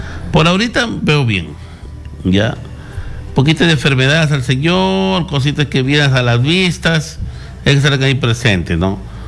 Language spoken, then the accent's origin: Spanish; Catacaos, Piura, Peru; also born or lived in Huaringas, Huancabamba; soy de las Guaringas de Huancabamba, criado en Catacaos, Piura